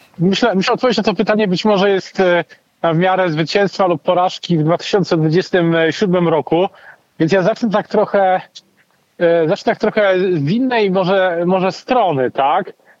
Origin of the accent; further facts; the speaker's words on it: Kraków, Lesser Poland, Poland; No i tak jak pan wspomniał, rzeczywiście jestem z Krakowa, urodziłem się tutaj, więc jestem dzisiaj u siebie.